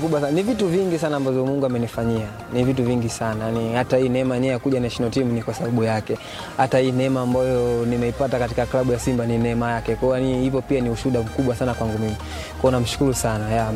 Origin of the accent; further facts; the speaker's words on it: Tanzania; Mimi kama Mtanzania nimejisikia faraja kulitumikia taifa langu